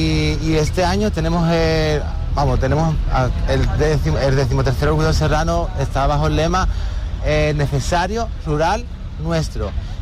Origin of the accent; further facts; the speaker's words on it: Arcos de la Frontera, Andalusia, Spain; aquí de Arco de la Frontera, que es mi pueblo